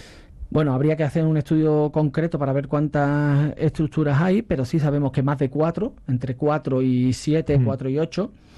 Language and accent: Spanish; Cuevas del Becerro, Andalusia, Spain; also born or lived in Ronda; Yo soy de Guadalajara del Becerro, natural de Guadalajara del Becerro, yo estudié el instituto aquí en Ronda